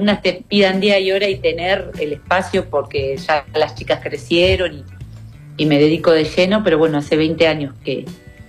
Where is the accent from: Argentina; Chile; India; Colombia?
Argentina; La Pampa; moved away as an adult; now in Buenos Aires, Argentina; yo soy pampeana.